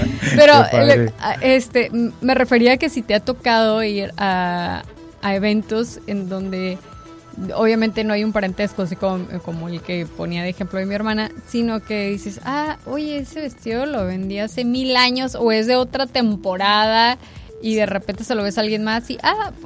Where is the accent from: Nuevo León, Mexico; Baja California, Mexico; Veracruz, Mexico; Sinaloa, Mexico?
Baja California, Mexico; Tijuana; somos de Tijuana y que ya tenemos bastantes añitos